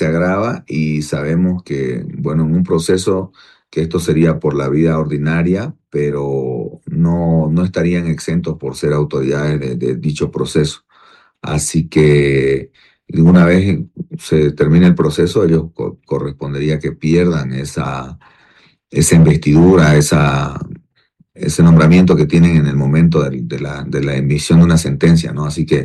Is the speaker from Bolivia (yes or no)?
yes; Bolivia; la lógica de la ley es que nuestro razonamiento, nuestra cultura como bolivianos cambie